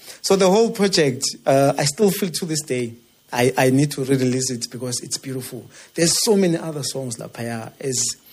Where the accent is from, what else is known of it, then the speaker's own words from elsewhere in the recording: Soweto, Gauteng, South Africa; So, growing up in Soweto, is surrounded by corruption everywhere.